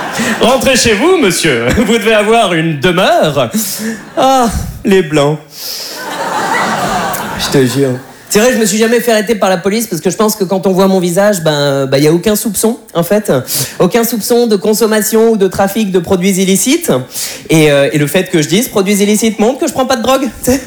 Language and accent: French; Berck-sur-Mer, Hauts-de-France, France; J'ai eu la chance de rentrer au bled, dans le plus grand des calmes, comme on dit chez nous à Berck-sur-Mer.